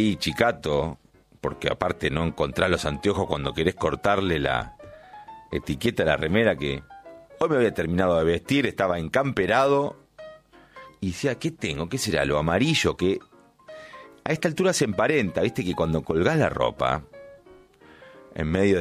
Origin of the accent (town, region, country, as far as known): Argentina